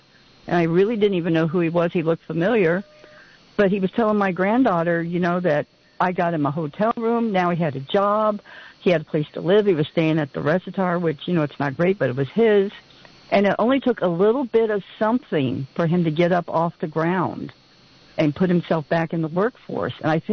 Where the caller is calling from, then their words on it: Watsonville, California, United States; I'm calling from Watsonville.